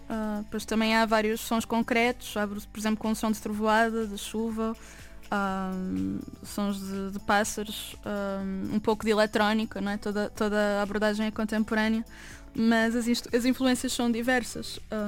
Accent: Lisbon, Portugal; now in Porto, Portugal; Eu sou também de Lisboa, apesar de morar no Porto

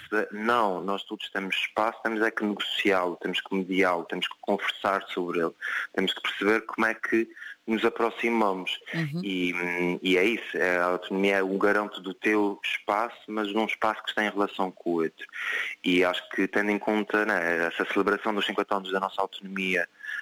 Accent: Azores, Portugal; nós todos, enquanto açorianos, carregamos esse sentimento e essa conquista

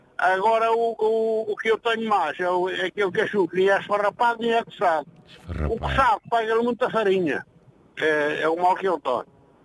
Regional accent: Oleiros, Castelo Branco, Portugal; Eu sou de Oleiros, da Beira Baixa.

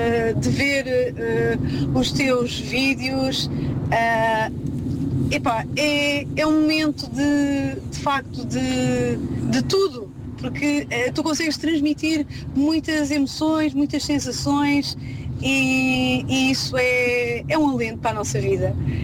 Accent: Lisbon, Portugal; sou de Lisboa.

